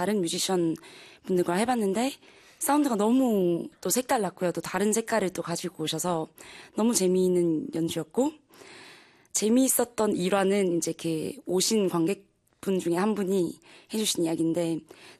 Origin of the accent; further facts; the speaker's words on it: Daegu, South Korea; now in France; 아무래도 대구가 제 고향이다 보니까